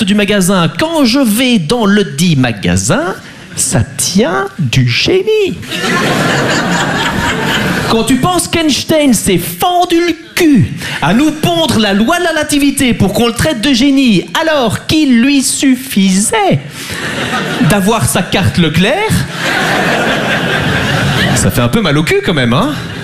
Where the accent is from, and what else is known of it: Belgium; now in France